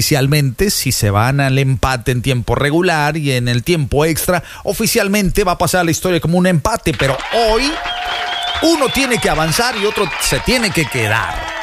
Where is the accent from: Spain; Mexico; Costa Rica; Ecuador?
Mexico; Discúlpenos, hermanos ecuatorianos, discúlpenos, pero creo que nos confunden. Somos México, no Argentina.